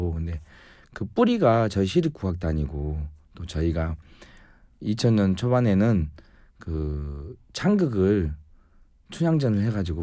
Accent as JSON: {"language": "Korean", "town": "Haenam", "region": "South Jeolla", "country": "South Korea", "tie": "born or raised there", "moved": "yes", "lives_now": "Namwon, South Korea", "said": "저는 이제 고향이 해남인데, 거의 제 닉네임은 제 인생에 있어서 절반 이상을 남원에 살았기 때문에 …입니다."}